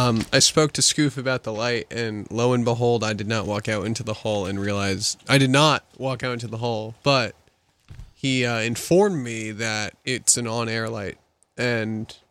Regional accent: New York, United States; moved away as an adult; now in Pennsylvania, United States; Me being a New Yorker

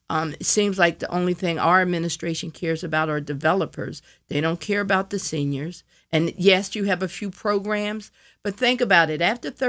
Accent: Philadelphia, Pennsylvania, United States; I grew up in West Philadelphia, 52nd and Wyalusing, and 60th and Catherine.

